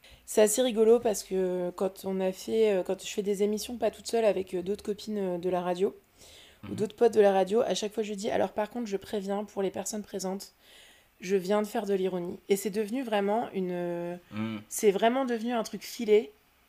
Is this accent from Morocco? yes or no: no; France; Moi, j'ai beaucoup de mal avec l'humour allemand parce que j'ai grandi en France.